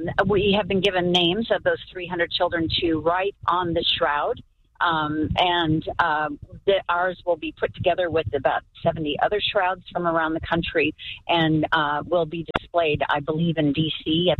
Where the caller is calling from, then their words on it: Houston, Texas, United States; I'm not from Rice University. I live near Rice University